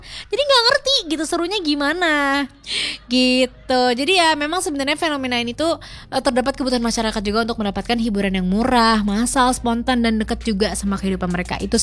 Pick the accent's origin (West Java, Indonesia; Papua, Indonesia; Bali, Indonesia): West Java, Indonesia; Bandung; kita sebagai orang Bandung